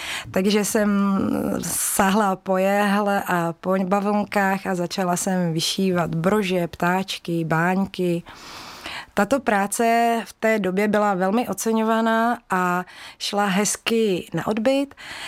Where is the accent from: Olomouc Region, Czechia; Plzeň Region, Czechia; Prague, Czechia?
Olomouc Region, Czechia; Mohelnice; jsem z Mohelnice a věnuji se tvorbě z filcu už 10 let.